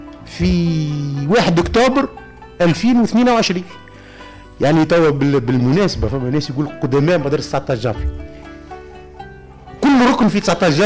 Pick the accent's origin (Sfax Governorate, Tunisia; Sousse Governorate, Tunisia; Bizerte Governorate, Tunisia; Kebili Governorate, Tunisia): Bizerte Governorate, Tunisia; مدرسة النشماء في جميم في مسقط رأسي